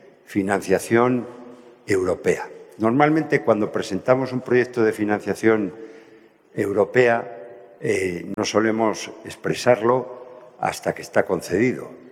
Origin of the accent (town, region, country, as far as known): Spain